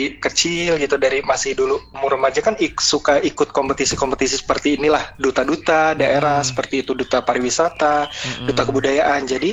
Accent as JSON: {"language": "Indonesian", "region": "Java", "country": "Indonesia", "said": "Kalau kalau saya sih jujur, kalau saya kan memang dari Pulau Jawa ya."}